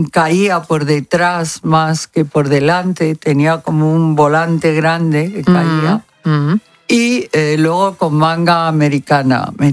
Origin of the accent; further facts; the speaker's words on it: Spain; cómo no lo voy a ver si soy española a muerte